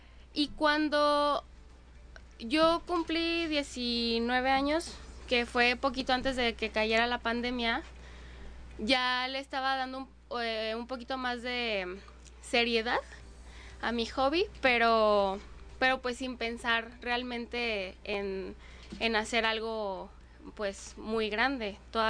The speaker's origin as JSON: {"language": "Spanish", "town": "Acapulco", "region": "Guerrero", "country": "Mexico", "tie": "born there", "said": "Yo nací aquí en Acapulco y mi primera experiencia en la repostería fue a los 8 años"}